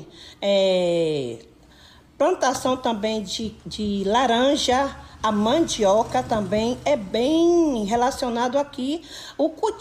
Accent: Terra Nova, Brazil; Tive a oportunidade de sair logo ao casar, mas aqui fiz a minha morada. Nasci, morei, moro aqui até hoje, né, 65 anos.

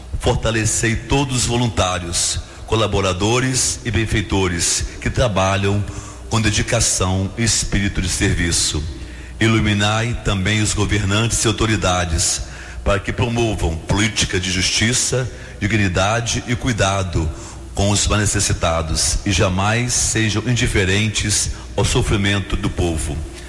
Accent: Sacramento, Minas Gerais, Brazil; eu sou do Sacramento

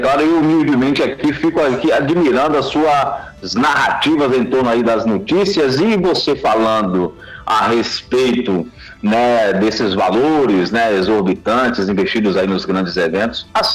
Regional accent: Bahia, Brazil; mais no baixo sul da Bahia, de onde eu sou oriundo

